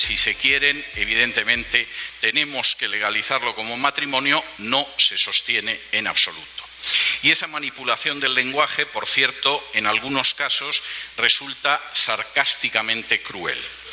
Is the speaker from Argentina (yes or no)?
no; Spain; moved away; en mi país de origen, en España